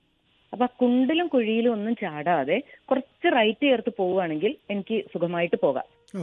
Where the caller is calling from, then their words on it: Nilambur, Kerala, India; ഞാൻ നിലമ്പൂരിൽ നിന്നാണ്.